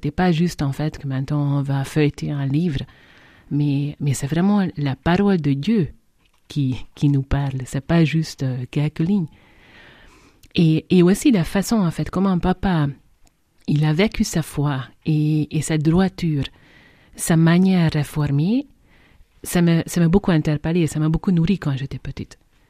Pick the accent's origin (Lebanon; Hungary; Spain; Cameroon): Hungary; accent: very mixed; French is a second language; now in France; je suis la seule catholique dans ma famille. Et mes deux frères, ils sont tous les deux réformés. Et quand j'ai grandi plutôt en Hongrie, dans un régime communiste